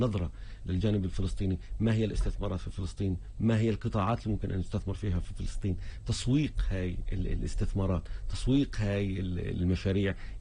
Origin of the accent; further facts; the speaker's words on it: Palestine; والهم اللي علينا كفلسطين،